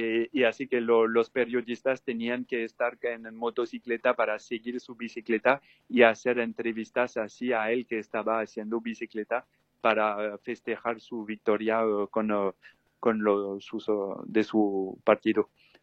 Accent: Paraguay; moved away; me parece que fue ayer que yo me fui de Paraguay, pero con el tiempo también hay personalmente que ver en la interioridad, bueno, cuál es mi vínculo con ese país y todo

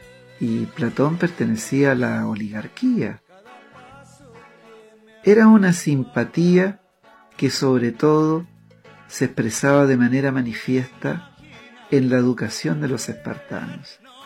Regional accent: Chile; eso no lo había visto yo en toda mi estadía, ¿verdad?, en mi país de origen, en Chile, jamás vi un Álvaro con B larga.

